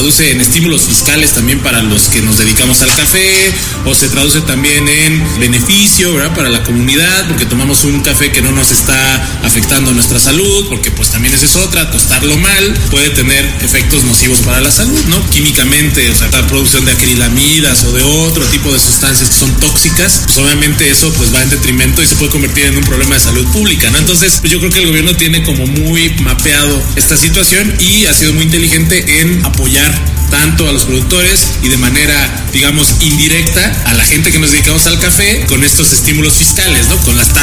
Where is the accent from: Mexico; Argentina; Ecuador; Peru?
Mexico; State of Mexico; maestro tostador de la casa productora Simut Café, y soy orgullosamente mexiquense.